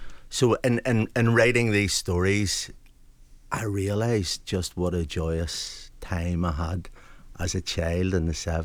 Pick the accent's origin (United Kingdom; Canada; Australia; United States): United Kingdom; Dundonald, Northern Ireland; moved away; I'm from Ballybean originally